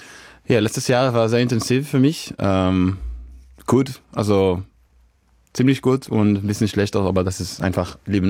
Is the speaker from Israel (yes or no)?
yes; Israel; first language Hebrew; German is a second language; also einfach im Hebräisch, also meine Muttersprache.